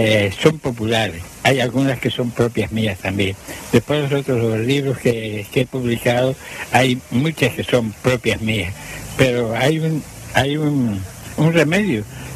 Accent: Agüimes, Canary Islands, Spain; also born or lived in Ingenio, Gran Canaria; nací en ingenio, mi madre es de ingenio, me crié en Agüime, mi padre es de Agüime

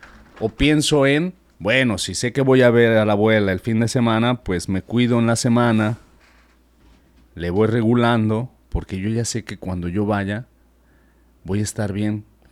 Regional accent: Mexico; nuestro subconsciente como personas, como mexicanos

